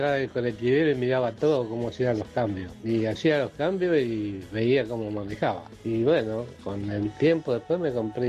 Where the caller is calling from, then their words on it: San Antonio de Padua, Buenos Aires Province, Argentina; de San Antonio de Padua